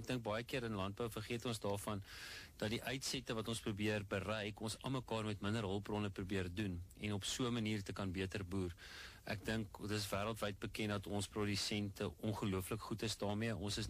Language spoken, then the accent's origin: Afrikaans; Virginia, Free State, South Africa; Ek het groot geword in die Vrystaat, Noord-Vrystaat, meer spesifiek klein myndorpie, eintlik Virginia, maar daar was klomp mielieboerdery in die omgewing.